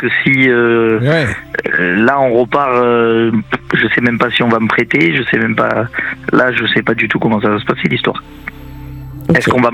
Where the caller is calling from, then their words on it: Provence-Alpes-Côte d'Azur, France